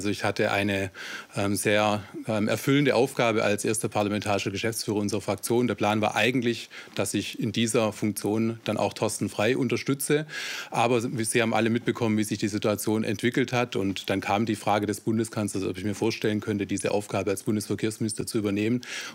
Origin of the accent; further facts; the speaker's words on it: Ludwigsburg, Baden-Württemberg, Germany; Nein, also ich komme aus Ludwigsburg